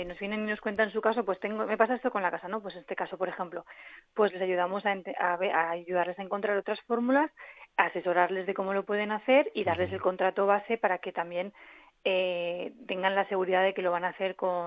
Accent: Torralba de los Sisones, Aragon, Spain; Reviviendo nace desde mi pueblo, que es Torralba de los Sisones, en Teruel, y estamos aquí, bueno, yo teletrabajo desde aquí

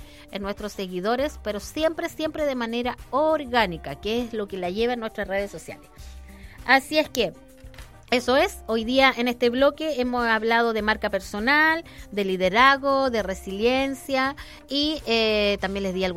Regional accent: Argentina; coach, soy de Argentina, mira, me encanta, ¿cómo están?

